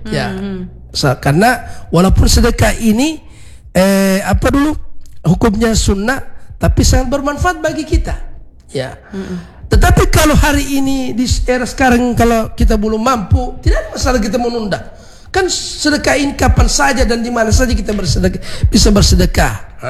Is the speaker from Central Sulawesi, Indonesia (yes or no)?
yes; Ampana, Central Sulawesi, Indonesia; Ampana satu kampung saya itu.